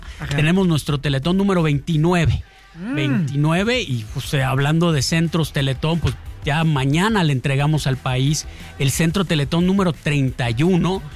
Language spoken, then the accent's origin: Spanish; Mexico; Entonces, venga, vamos a hacerlo como mexicanos.